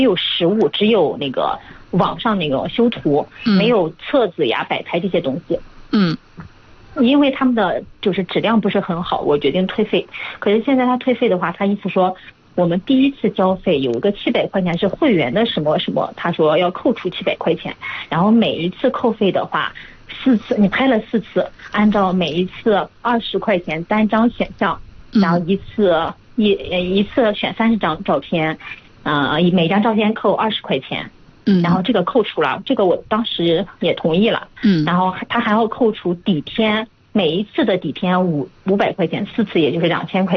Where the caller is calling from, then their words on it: Yuncheng, Shanxi, China; 我是就是盐湖区的。